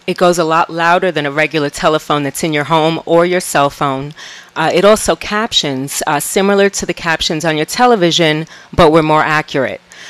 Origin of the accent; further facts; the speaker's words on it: New York, United States; now in Houston area, United States; I'm from New York, from Coney Island.